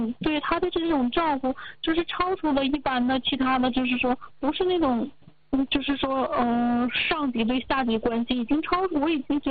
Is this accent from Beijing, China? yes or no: no; Changchun, Jilin, China; moved away as an adult; now in Hangzhou, China; 我家是东北的，我是吉林长春人，我今年26岁。